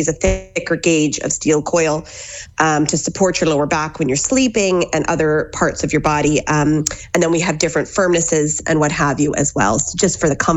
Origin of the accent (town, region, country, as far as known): Canada; now in Ballina, Ireland